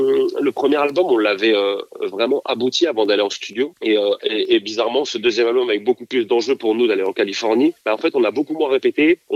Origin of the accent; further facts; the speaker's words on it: France; en tant que Français, faut chanter dans les règles avec le bon accent